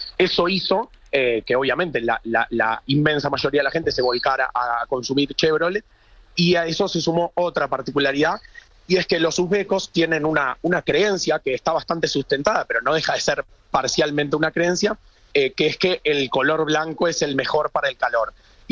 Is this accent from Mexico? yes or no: no; Uruguay; y yo que soy uruguayo, un país muy futbolero, también el Mundial se vive mucho en la calle.